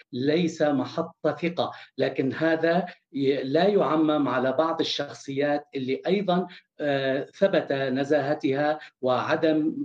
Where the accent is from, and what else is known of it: As-Suwayda Governorate, Syria